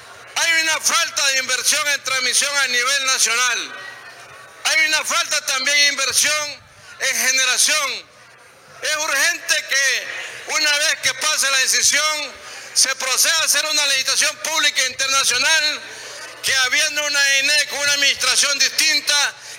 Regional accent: Honduras; como hondureños y como diputados, nos alegramos de ese decreto

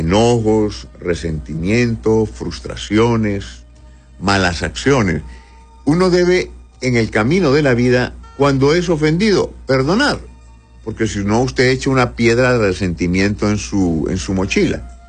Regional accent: Honduras; Nosotros los hondureños tenemos algunos modismos del lenguaje.

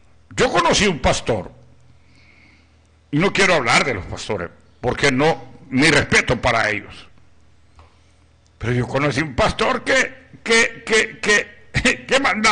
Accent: Guaimaca, Francisco Morazán, Honduras; born there; moved away; Allá en mi pueblo querido Guaymaca, en mi adorado barrio abajo

